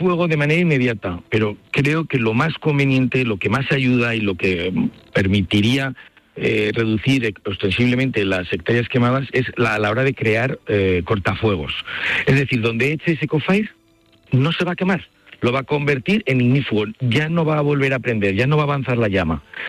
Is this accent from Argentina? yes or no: no; Zaragoza, Aragon, Spain; Claro, yo soy de Zaragoza, tengo un montón de amigos, gente, familiares de amigos